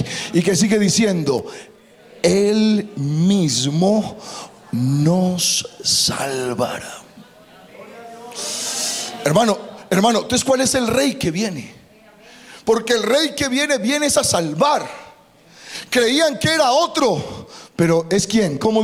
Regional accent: La Ceja, Antioquia, Colombia; del Oriente, del Retiro, de La Ceja.

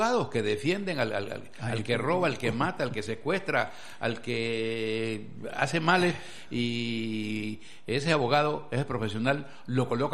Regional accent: Colombia; also born or lived in Ecuador; yo, no siendo ecuatoriano, siendo colombiano

